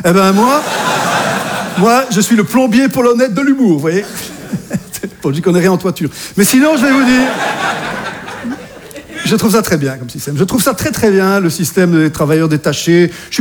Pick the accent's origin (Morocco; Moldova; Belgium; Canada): Belgium; now in France; je suis belge, j'habite en France et j'ai été dépucelé en Espagne par une Anglaise.